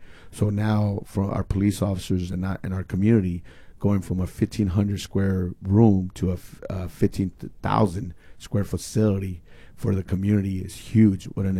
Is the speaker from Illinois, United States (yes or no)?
no; Kern County, California, United States; I'm from Kern County